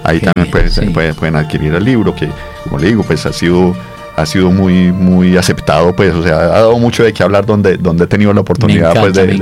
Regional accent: Abejorral, Antioquia, Colombia; now in La Ceja, Colombia; Sí, yo como yo soy migrante de Abejorral a La Ceja

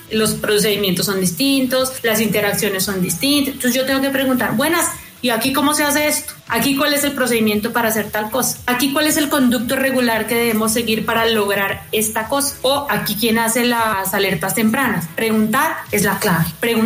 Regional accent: Bogotá, Colombia; Ahí pasé toda la infancia, entre el pasto, el estadio, la concha acústica, la Plaza Che, el Museo de Artes, el Auditorio León de Greiff.

